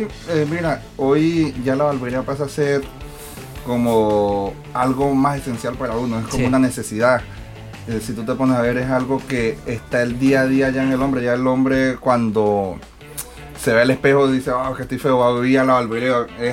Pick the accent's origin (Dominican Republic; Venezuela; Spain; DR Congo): Venezuela; moved away as an adult; now in Chile; Yo llevo 8 años acá en Chile. Como lo pueden ver, soy extranjera, soy de Venezuela.